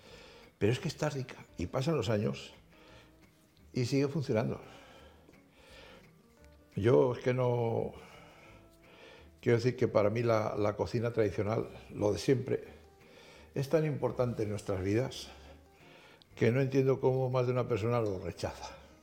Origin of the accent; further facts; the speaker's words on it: Portugalete, Basque Country, Spain; also born or lived in Salamanca, Spain / Bilbao, Spain; aunque nací en Salamanca, me crié en Bilbao, y bueno, más en Bilbao, siendo niño, en Portugalete. De hecho, yo tomé la primera comunión en Portugalete.